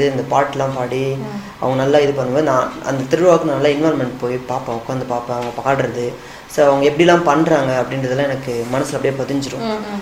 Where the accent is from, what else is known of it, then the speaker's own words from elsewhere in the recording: Kallakurichi, Tamil Nadu, India; also born or lived in Delhi; எனக்கு சின்ன வயசில் வந்து எங்கள் அப்பா அம்மா எல்லாருமே வந்து பார்த்தீங்கன்னா டெல்லியில் இருந்தாங்க. நான் வந்து சிறு வயதுல நாங்கள் டெல்லியில் தான் நான் பிறந்தது. எனக்கு 5 வயசு ஆன உடனே எங்கள் அப்பா அம்மாலாம் எங்கள் கள்ளக்குறிச்சி தான் எங்களுடைய நேட்டிவ் பிளேஸ்.